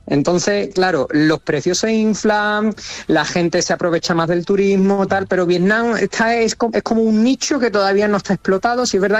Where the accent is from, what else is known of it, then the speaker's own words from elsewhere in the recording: Seville, Andalusia, Spain; yo soy sevillano, yo soy de Sevilla y nosotros pues, tenemos mucho salero guasa, como queráis llamarlo